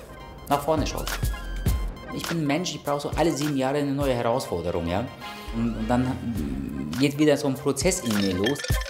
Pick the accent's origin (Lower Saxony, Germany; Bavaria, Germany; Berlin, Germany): Bavaria, Germany; Munich; der in Osternatürlingen geboren ist, in Deutschland, München aufgewachsen ist